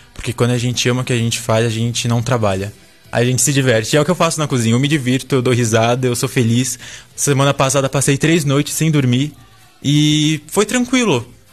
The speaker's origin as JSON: {"language": "Portuguese", "town": "Florianópolis", "region": "Santa Catarina", "country": "Brazil", "also_born_or_lived": "Alfredo Wagner", "moved": "yes", "lives_now": "Chapecó, Brazil", "said": "Sou de Florianópolis. Nasci em Alfredo Wagner, morei em Florianópolis e vim para Chapecó."}